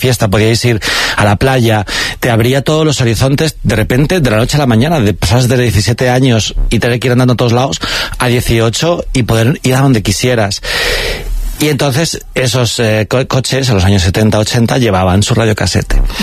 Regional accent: Alcorcón, Community of Madrid, Spain; y cuando decían, ¿tú de dónde eres? Yo decía, Alcorcón, la gente era como, ¿sabes? En plan, como que les parecía gracioso ser de Alcorcón, y yo, ¿qué pasa? En plan, para mí ser de Alcorcón era normal

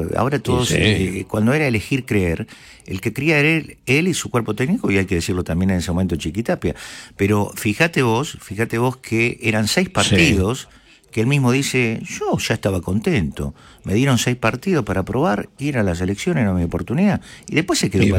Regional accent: Argentina; somos todos argentinos

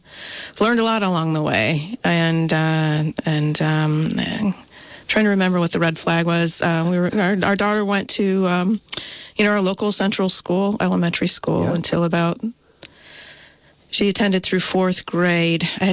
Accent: Michigan, United States; now in Vermont, United States; My boss, I came from Western Michigan, worked for Wolverine Worldwide, and my former boss there came to Vermont to work for Merrell Footwear here in Vermont.

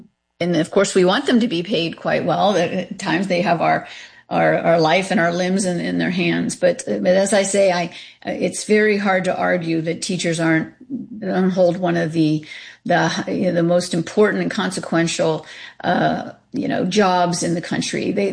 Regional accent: Pennsylvania, United States; I know Pennsylvania did this a few years back. That's my home state.

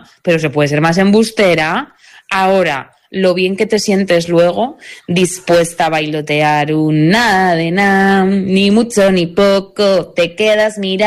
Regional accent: Macotera, Castile and León, Spain

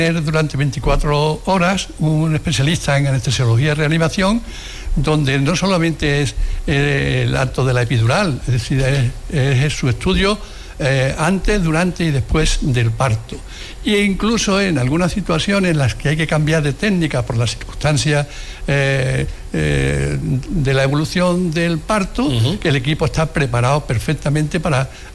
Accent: Ceuta, Spain

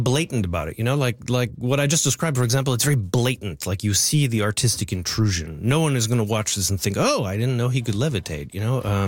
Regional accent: Winnipeg, Manitoba, Canada; I am originally from Winnipeg

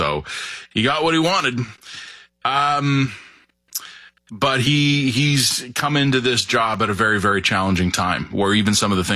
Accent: Toronto, Ontario, Canada; So my hometown, Toronto, is going to be one of the host cities for the upcoming World Cup.

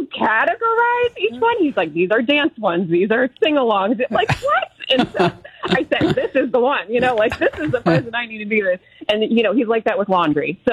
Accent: New York, United States

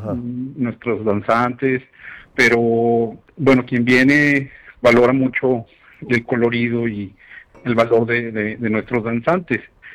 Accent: Fresnillo, Zacatecas, Mexico; saludar a mis paisanos, yo soy de Fresnillo

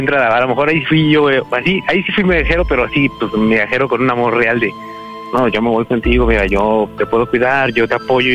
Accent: Mexico City, Mexico; born or raised there; now in Veracruz, Mexico

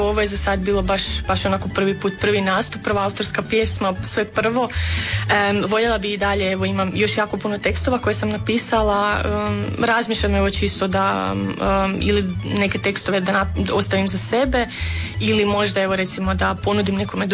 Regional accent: Daruvar, Bjelovar-Bilogora County, Croatia; now in Osijek, Croatia; Ja sam evo, ja dolazim inače iz Daruvara, iz Bjelovarsko-bilogorske županije

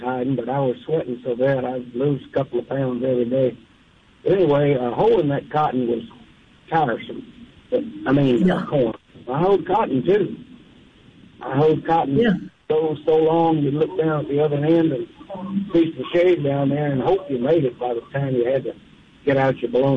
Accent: Mississippi, United States; I grew up on the Mississippi State campus. And back in the 50s, when I was a youngster, I worked for the experiment station down in the cornfields and cotton.

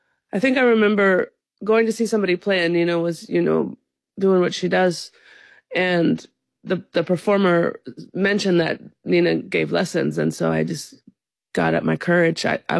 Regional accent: California, United States; Well, I grew up in Sonoma County, so she played around there

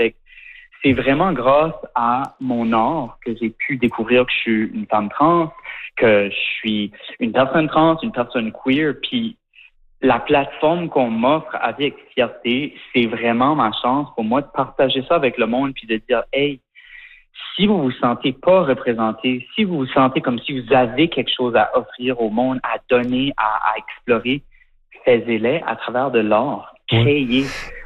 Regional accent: Shediac, New Brunswick, Canada; now in Montreal, Canada; Puis tu sais, moi j'ai grandi à Chediac au Nouveau-Brunswick.

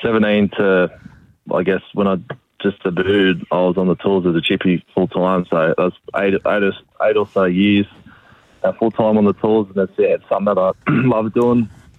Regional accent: Newcastle, New South Wales, Australia; also born or lived in Manly; I grew up in Newcastle, so yeah, I was born in Manly, and then when I was two, we moved up to Newcastle. So I spent most of my life there.

